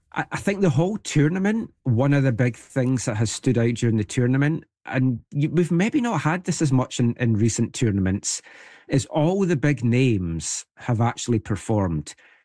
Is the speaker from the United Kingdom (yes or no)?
yes; Scotland, United Kingdom; Even as a Scot, I have to give a lot of credit to them.